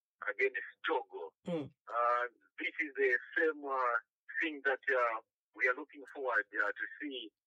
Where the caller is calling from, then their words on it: Chaminuka, Zambia; Calling you from Chaminuka.